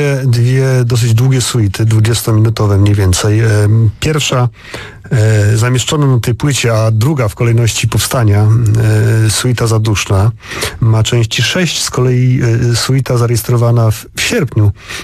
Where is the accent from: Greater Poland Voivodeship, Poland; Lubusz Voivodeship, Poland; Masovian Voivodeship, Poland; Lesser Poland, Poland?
Masovian Voivodeship, Poland; Warsaw; No ja tutaj jako warszawiak